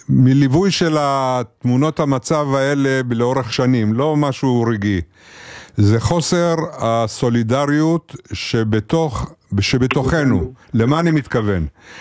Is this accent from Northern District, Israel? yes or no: yes; Northern District, Israel; born there; אתה שוכח שנולדתי פה.